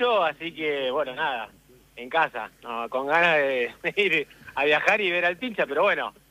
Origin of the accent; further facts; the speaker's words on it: La Plata, Buenos Aires Province, Argentina; born there; moved away as an adult; now in Mar del Plata, Argentina; Soy hincha de Estudiantes, nací acá, pero me tuve que ir a Mar del Plata por trabajo y bueno, acá de nuevo me vine